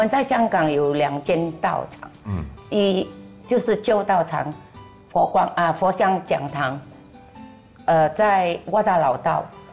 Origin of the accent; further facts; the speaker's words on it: Indonesia; now in Hong Kong; 印尼华侨。